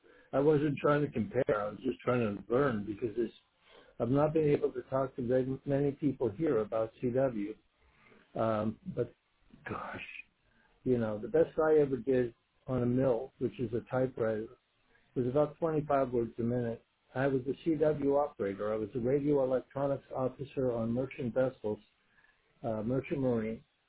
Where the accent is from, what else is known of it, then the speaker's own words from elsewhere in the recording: United States; now in Dawlish, United Kingdom; I'm American.